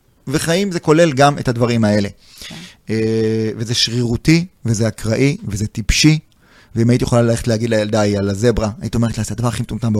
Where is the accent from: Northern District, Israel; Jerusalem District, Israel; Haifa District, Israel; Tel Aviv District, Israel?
Jerusalem District, Israel; Jerusalem; הייתי בכיתה נוראית, בבית ספר נוראי, בשכונה נוראית, במקום כן. שנקרא רגיל. בסדר? הייתי בירושלים, הכל.